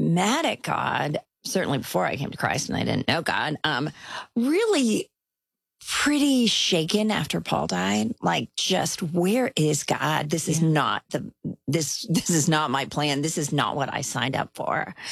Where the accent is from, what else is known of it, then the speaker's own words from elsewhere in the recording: India; born there; I was born in India. And when I was 3 months old, I contracted polio.